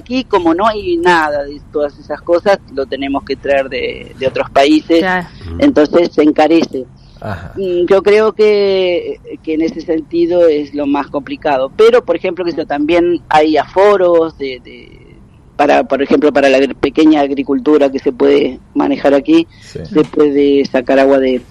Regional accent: Ensenada, Buenos Aires Province, Argentina; moved away as an adult; now in Cape Verde; Soy de Buenos Aires, Ensenada. Ensenada.

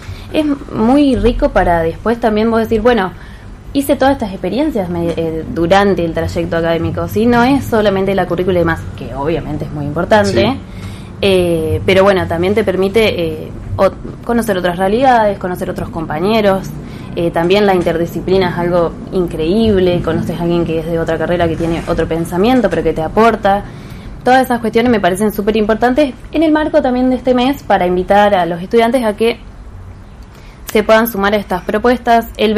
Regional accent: Villa Elisa, Entre Ríos, Argentina; now in Santa Fe, Argentina; yo personalmente soy de Entre Ríos, de Villa Elisa, uh-huh. Así que yo cuando me vine a estudiar para acá

